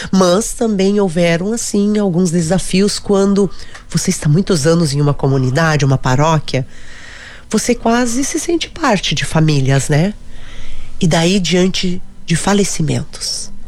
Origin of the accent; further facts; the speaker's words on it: Roca Sales, Rio Grande do Sul, Brazil; moved away; eu sempre digo, eu saí de Roca Salles, mas Roca Salles não saiu de mim, porque são muitos anos, é uma vida constituída ali, né?